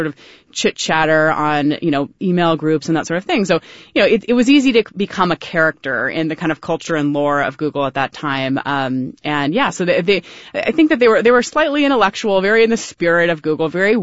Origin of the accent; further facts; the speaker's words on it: Oakland, California, United States; As a Bay Area native, this is huge. I love KQED.